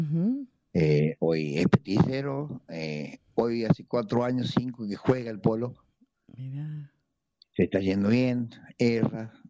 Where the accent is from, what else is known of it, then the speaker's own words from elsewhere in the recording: Córdoba, Argentina; Éramos 9 cordobeses, bueno, lamentablemente fue uno.